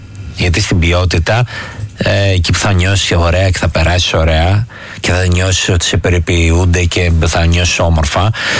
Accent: Andros, South Aegean, Greece; οι αδριώτες γκρινιάζουμε ούτως ή άλλως.

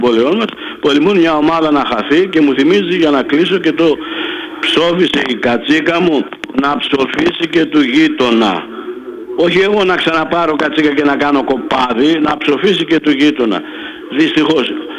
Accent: Drama, Eastern Macedonia and Thrace, Greece; now in Volos, Greece; Και λίγο τη δόξα δράμα στην πατρίδα μου.

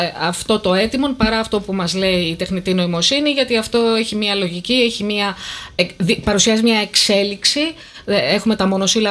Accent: Greece; εμείς είμαστε Έλληνες

